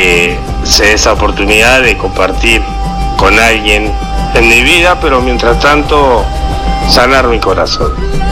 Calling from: Granadero Baigorria, Santa Fe, Argentina; de Granero Baigorria.

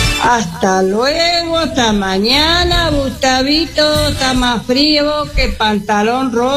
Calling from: Rancul, La Pampa, Argentina; de Rancul.

